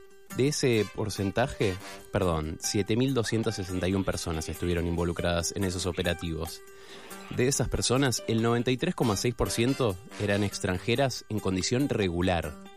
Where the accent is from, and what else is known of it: Argentina